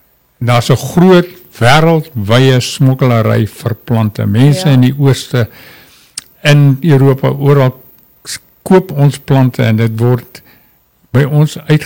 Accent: Transvaal, South Africa; moved away; die Transvaal sal ek nou maar sê, waar ek vandaan kom

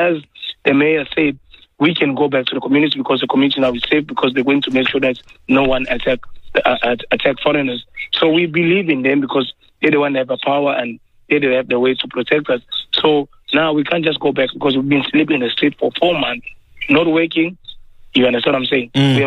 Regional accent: DR Congo; To be quite honest with you, we have no choice, because I'm from Congo, the country where I come from. There's war.

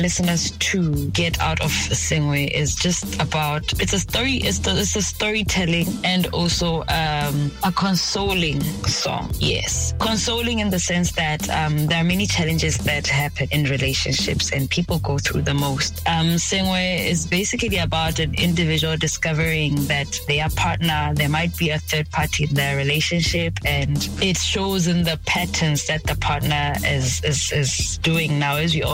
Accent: Gaborone, South-East District, Botswana; moved away as an adult; now in Letlhakane, Botswana; which is why I always come back to my hometown, Gabs City.

